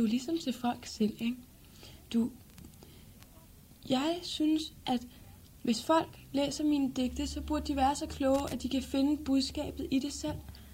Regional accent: Zealand, Denmark; Jeg er opvokset ude på landet, sammen med min far og mor og mine tre søskende. Ja, det var oppe midt i Sjælland.

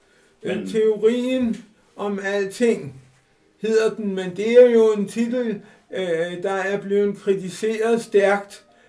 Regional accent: Frederiksberg, Capital Region of Denmark, Denmark; jeg er fra Frederiksberg

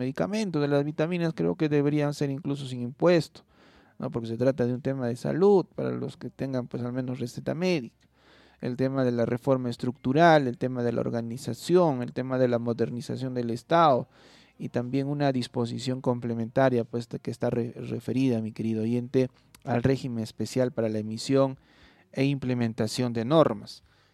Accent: Peru

